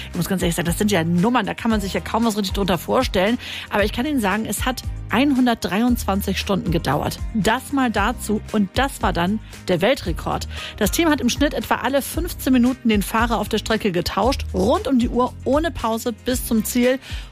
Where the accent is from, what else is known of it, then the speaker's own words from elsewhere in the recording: Schleswig-Holstein, Germany; Aber wenn jemand Rekorde einfährt, dann sind wir Schleswig-Holsteiner natürlich genau das zu Höchstleistungen zu fähig.